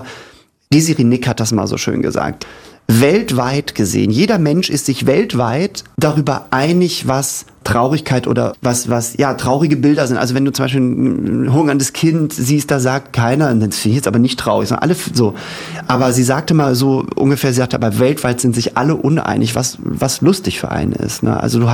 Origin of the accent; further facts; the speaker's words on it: Hamburg, Germany; Ich komme aus Hamburg, das heißt, wir hatten viele Norddeutsche